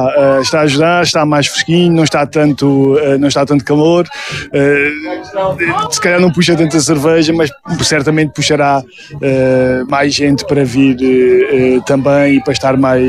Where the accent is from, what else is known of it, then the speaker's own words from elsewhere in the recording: Évora, Alentejo, Portugal; moved away as an adult; now in Portalegre, Portugal; Sim, eu sou originário de Évora, mudei-me para Porto Alegre há cerca de 2 anos e meio, quase 3 anos